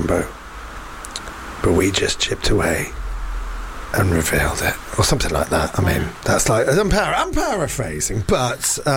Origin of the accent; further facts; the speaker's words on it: London, United Kingdom; accent: Cockney; My father is from Evesham. I am from London.